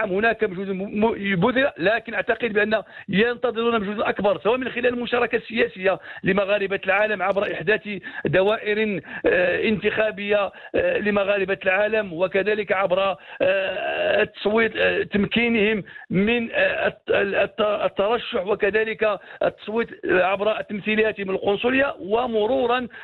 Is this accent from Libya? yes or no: no; Drâa-Tafilalet, Morocco; لنسى مثلا أنا ابن الجنوب الشرقي